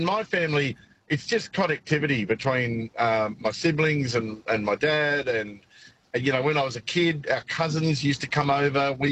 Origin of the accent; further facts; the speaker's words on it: Brisbane, Queensland, Australia; born there; now in Sydney, Australia; I was born in Queensland and I'm... moved back to Sydney. My family's from Sydney. My sister and I were born in Brisbane.